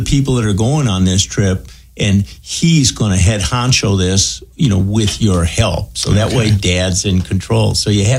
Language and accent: English; United States; as an American